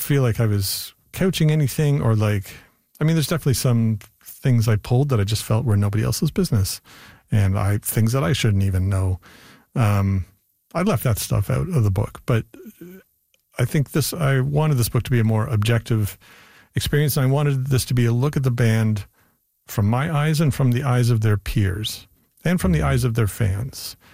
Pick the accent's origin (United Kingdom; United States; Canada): Canada; an exciting time to be a Canadian.